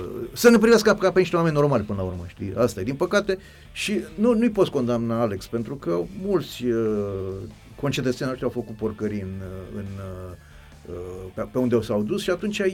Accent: Algeria; Eu am copilărit mulți ani, am copilărit în Algeria.

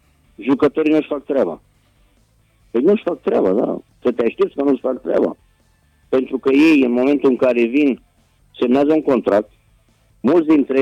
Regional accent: Romania

